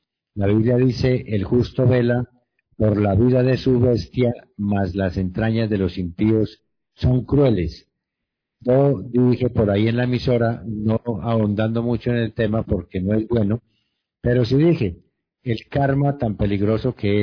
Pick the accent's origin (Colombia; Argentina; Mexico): Colombia; Rionegro, Antioquia; en mi pueblo, en la ciudad de Río Blanco, Antioquia.